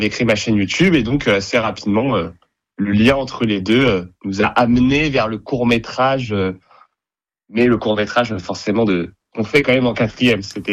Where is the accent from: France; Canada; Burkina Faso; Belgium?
France; Nantes, Pays de la Loire; Eh bien, on s'est rencontrés tous les deux en classe de 4e à Nantes.